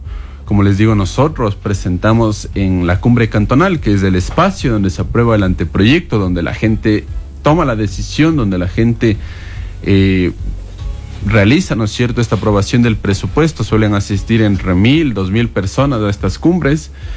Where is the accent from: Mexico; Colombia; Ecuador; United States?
Ecuador; Cotacachi, Imbabura; todos como cotacacheños, como ciudadanos ecuatorianos